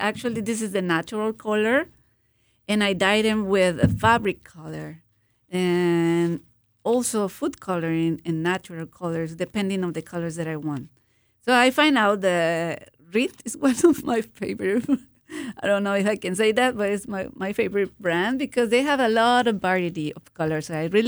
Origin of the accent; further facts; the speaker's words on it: Mexico; moved away as an adult; I come from Mexico, so it's very traditional. And it's just that I miss so much my culture and my roots. I've been living here for 20 years